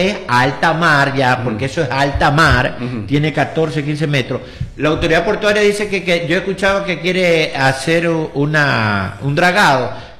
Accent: Manta, Manabí, Ecuador; born there; yo que soy de Manta también, yo nací aquí.

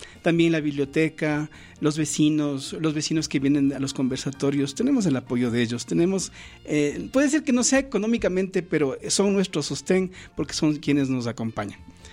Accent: Cotocollao, Pichincha, Ecuador; Somos de Cotocollao, o somos yumbos, o somos toleños. O sea, el territorio es lo que somos, ¿no es cierto?

